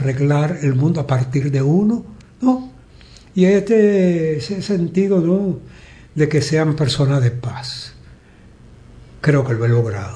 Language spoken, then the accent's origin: Spanish; Dominican Republic; Yo soy dominicano. Y la gran mayoría, de los, por no decirlo todo, todos los dominicanos somos alegres